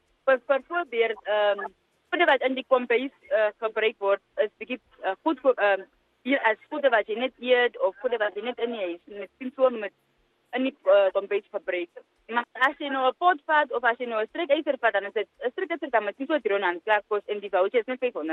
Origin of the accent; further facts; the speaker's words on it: Oshikoto, Namibia; Yes. I'm from Oshikoto region.